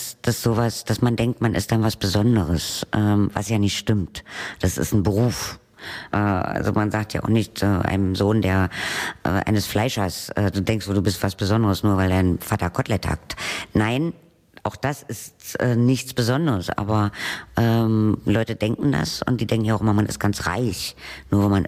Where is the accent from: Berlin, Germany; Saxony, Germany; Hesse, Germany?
Berlin, Germany; übrigens bin ich natürlich in Berlin-Mitte groß geworden